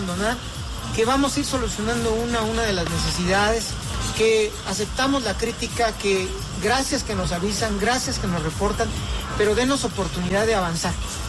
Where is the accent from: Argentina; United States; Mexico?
Mexico; Oaxaca